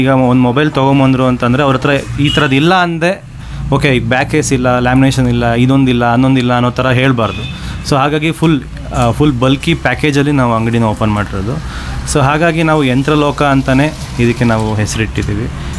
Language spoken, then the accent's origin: Kannada; Shivamogga, Karnataka, India; also born or lived in Bengaluru; ಹುಟ್ಟು ಬೆಳೆದಿದ್ದು ಶಿವಮೊಗ್ಗದಲ್ಲೇ ಆಗಿರೋದ್ರಿಂದ